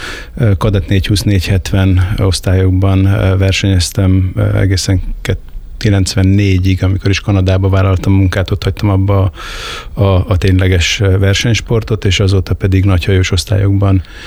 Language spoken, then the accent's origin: Hungarian; Balatonfüred, Veszprém County, Hungary; én Veszprémben születtem, és balatonfüredi lakos vagyok születésem óta, és általános iskolás koromban szerettem bele a vitorlázásba, a sporttagozatos osztályba jártam a balatonfüredi Radnóti Miklós általános iskolába